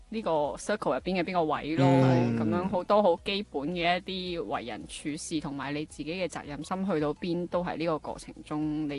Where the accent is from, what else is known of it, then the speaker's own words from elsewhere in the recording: Guangzhou, Guangdong, China; moved away as an adult; 我係廣州人。